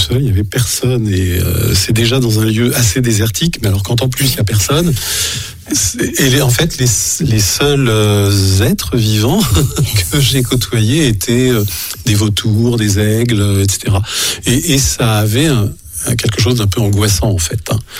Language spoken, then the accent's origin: French; Auvergne-Rhône-Alpes, France; now in Tarn / Lot, France; moi je suis originaire d'un petit coin des gorges de l'Allier, donc en Haute-Loire.